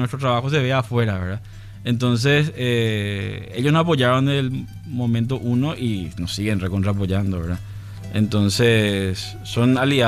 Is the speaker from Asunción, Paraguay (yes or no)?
yes; Asunción, Paraguay; Nosotros, como vos bien decís, somos personas de fuera, ¿verdad? Somos de Asunción.